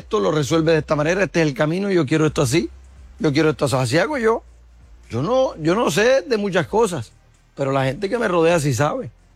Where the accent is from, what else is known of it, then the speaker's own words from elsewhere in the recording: Magangué, Bolívar, Colombia; yo nací en Magangué. Uh-huh. Magangué es el pueblo de mis amores. Yo nací allá, crecí allá, estudié allá.